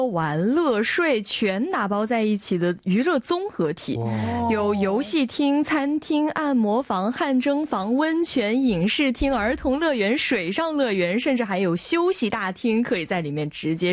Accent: southern China, China; 姑娘你哪儿人啊？我说我是南方人。

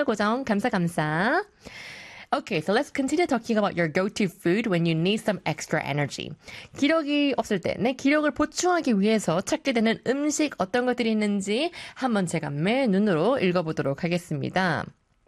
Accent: South Korea; 역시 우리는 한국인 피못 속여요, 그죠?

